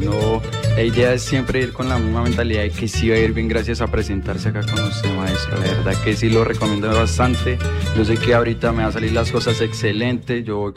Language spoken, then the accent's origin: Spanish; Cambao, Cundinamarca, Colombia; yo soy de Cambao.